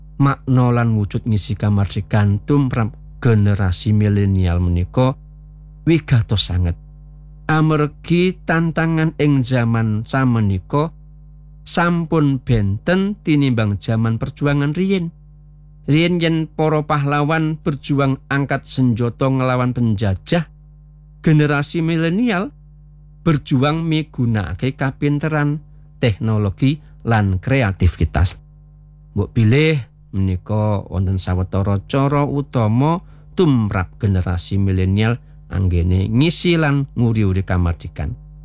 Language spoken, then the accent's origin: Javanese; Java, Indonesia; Minangka tiyang Jawi, kita nggadahi warisan luhur wujud subasita, tata krama lan unggah-ungguh.